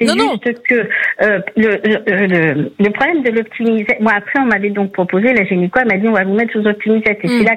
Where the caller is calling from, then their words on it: Centre-Val de Loire, France; De l'Indre.